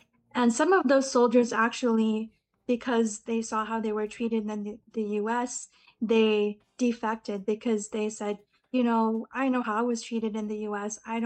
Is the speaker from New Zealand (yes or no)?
no; Philippines; Well, I think what makes me the proudest to be Filipino is when I see people practicing Bayanihan, you know, that spirit of helping others.